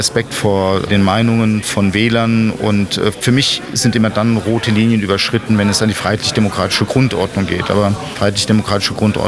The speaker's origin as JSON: {"language": "German", "town": "Mainz", "region": "Rhineland-Palatinate", "country": "Germany", "said": "ich komme aus Mainz"}